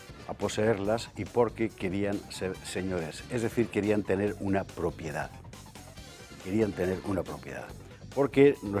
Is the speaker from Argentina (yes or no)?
no; Spain